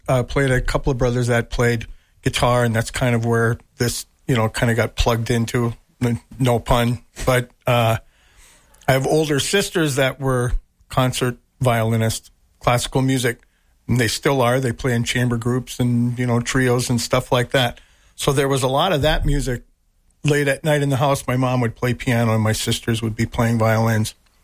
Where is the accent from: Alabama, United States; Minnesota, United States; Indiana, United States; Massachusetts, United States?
Minnesota, United States; Eveleth; also born or lived in Twin Cities, Minnesota; now in Hill City, United States; Up here, you know, living outside of Eveleth, kind of out in the woods there, you know, we were out by Half Moon Lake.